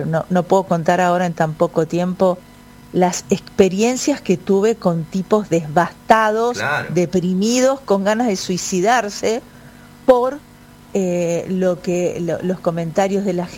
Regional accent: Argentina; nosotros somos pasionales los argentinos

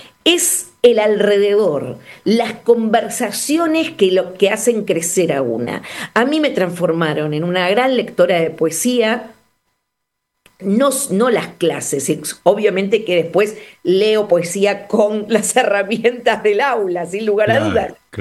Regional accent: La Pampa, Argentina; moved away; yo vengo de un pueblo de La Pampa y hay una librería

